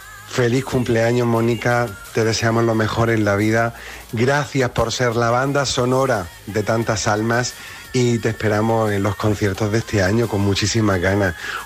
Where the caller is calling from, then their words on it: Granada, Andalusia, Spain; de Granada.